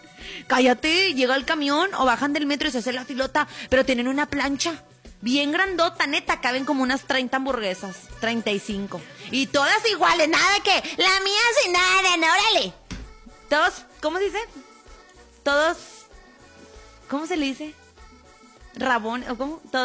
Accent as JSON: {"language": "Spanish", "town": "Monterrey", "region": "Nuevo León", "country": "Mexico", "also_born_or_lived": "San Pedro Garza García", "said": "Pero no, soy de San Berna. Orgullosamente de San Berna."}